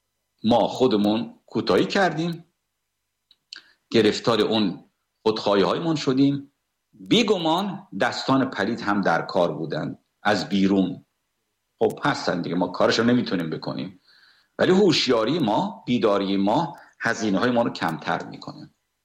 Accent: Iran; moved away; در بیرون از ایران ما یک ملت هستیم، یک کشور بزرگی هستیم

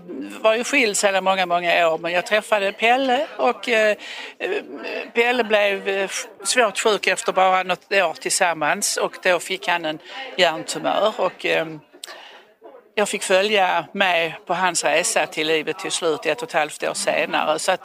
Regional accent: Borrby, Skåne, Sweden; now in Ystad, Sweden; Ja, jag beskrev ju min uppväxt i den här lilla byn Borby på Österlen där jag växte upp.

